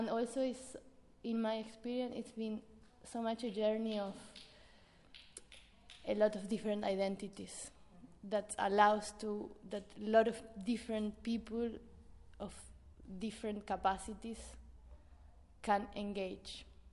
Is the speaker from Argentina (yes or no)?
yes; Argentina; English is a second language; I'm a ceramist. I'm here. I'm from Argentina, and I would like to meet you.